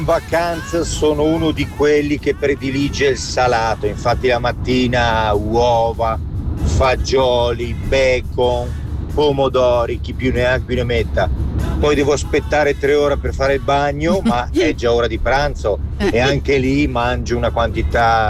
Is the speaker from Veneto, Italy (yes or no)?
yes; Veneto, Italy; e anche lì faccio l'aperitivo, bevo perché sono veneto eccetera eccetera.